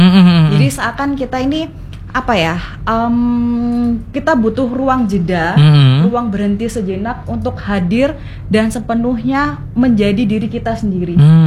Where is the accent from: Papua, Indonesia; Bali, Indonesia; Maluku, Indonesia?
Bali, Indonesia; also born or lived in Surabaya; Lahir di Surabaya, cuman besar dan tinggal baru 2 tahun kembali lagi ke Surabaya. Dari saya dulu di Bali, Mas.